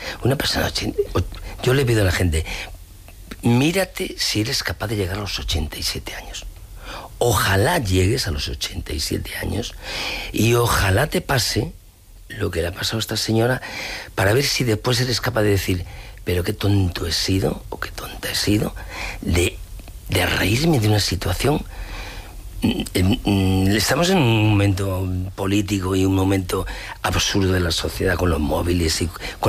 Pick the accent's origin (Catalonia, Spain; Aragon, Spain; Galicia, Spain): Galicia, Spain; Ourense; Yo soy de Orense, orensano.